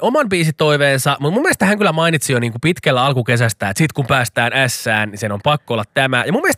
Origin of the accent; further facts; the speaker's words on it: Kerava, Uusimaa, Finland; mutta mä oon myös Keravalta, me käytetään paljon junaa.